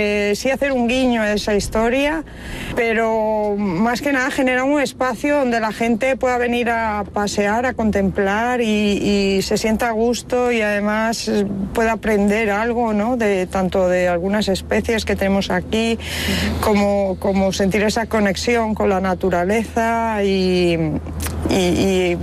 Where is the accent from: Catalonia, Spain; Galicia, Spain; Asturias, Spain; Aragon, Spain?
Galicia, Spain; Baiona; Yo soy de Bayona, entonces hay aquí como muchos condicionantes que confluyen en el mural.